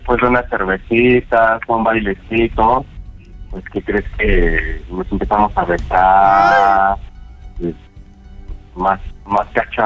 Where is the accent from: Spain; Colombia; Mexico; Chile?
Mexico; Iztapalapa, Mexico City; Pues mira, más que nada mi confesión es que yo soy de Iztapalapa.